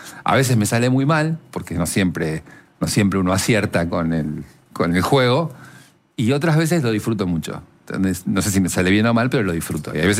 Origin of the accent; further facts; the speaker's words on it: Argentina; soy el argentino verdaderamente el que menos le interesa el Mundial